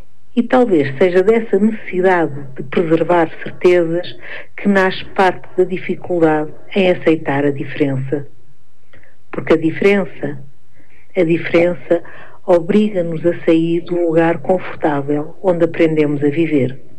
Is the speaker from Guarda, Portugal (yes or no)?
yes; Guarda, Portugal; also born or lived in Germany; Sou portuguesa, nascida e criada em Portugal, numa família tradicional, da guarda. Cresci com referências muito próprias sobre o que era o normal, o adequado ou o aceitável. Mas quando vivi na Alemanha